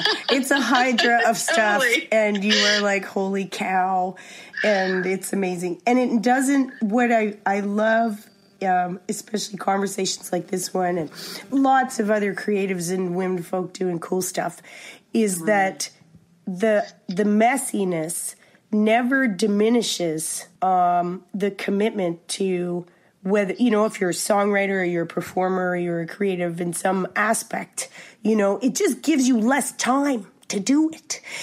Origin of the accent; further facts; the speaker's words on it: Cape Breton, Nova Scotia, Canada; You do a lot of, I'm from Cape Breton, so I love me a benefit, you know?